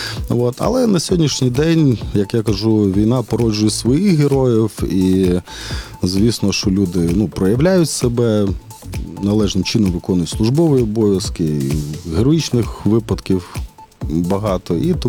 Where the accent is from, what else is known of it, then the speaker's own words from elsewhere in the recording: Ivano-Frankivsk, Ivano-Frankivsk Oblast, Ukraine; Я теж з Франківська.